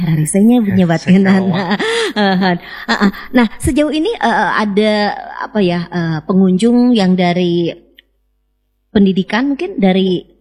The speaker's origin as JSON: {"language": "Indonesian", "town": "Bandung", "region": "West Java", "country": "Indonesia", "said": "Kalau bukan sama kita, orang Bandung, orang Sunda, orang Jawa Barat"}